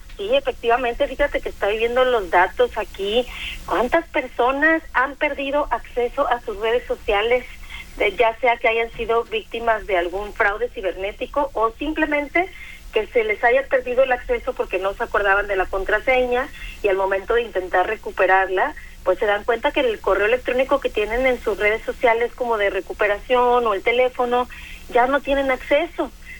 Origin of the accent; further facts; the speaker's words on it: Mexico; porque siento que a veces como mexicanos somos un poco necios, un poco tercos.